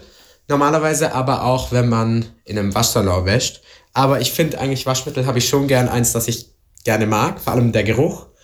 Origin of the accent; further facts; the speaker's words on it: Swabia, Germany; moved away; Also ich bin ja Schwabe.